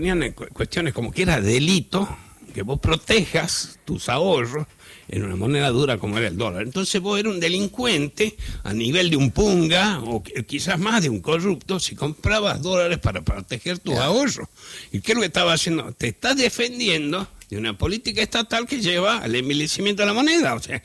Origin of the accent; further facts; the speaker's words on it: Salta, Argentina; Soy de Salta